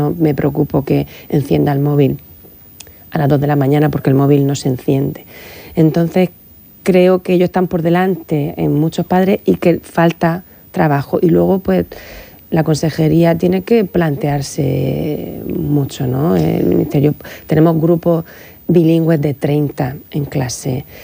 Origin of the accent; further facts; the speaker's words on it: Cartagena, Region of Murcia, Spain; Y dos que somos de Cartagena.